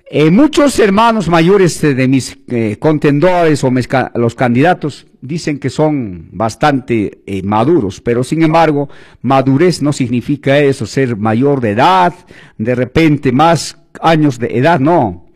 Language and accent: Spanish; Velille, Cusco, Peru; now in Santo Tomás, Peru; somos de Belille, radicamos más de 25 años aquí en Santo Tomás.